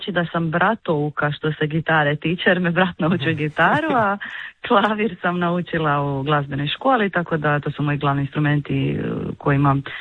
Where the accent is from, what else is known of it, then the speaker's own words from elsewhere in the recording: Đurđevac, Koprivnica-Križevci County, Croatia; now in Zagreb, Croatia; dolazim inače originalno iz Đurđevca, odnosno sa sjevera, to je Podravina, ali sam dugi niz godina, nećemo reći koliko, već u Zagrebu.